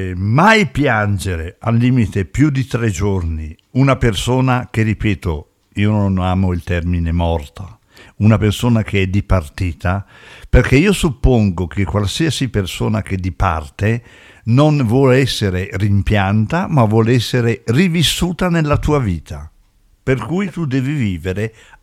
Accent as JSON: {"language": "Italian", "town": "Lugano", "region": "Ticino", "country": "Switzerland", "tie": "born there", "also_born_or_lived": "Rovato", "moved": "yes", "said": "io da bambino vivevo a Lugano"}